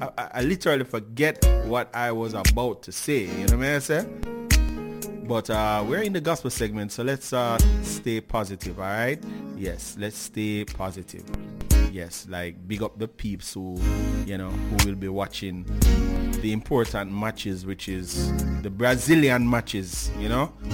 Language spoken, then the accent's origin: English; Jamaica; You know, as a Jamaican, we only expect to see two flags.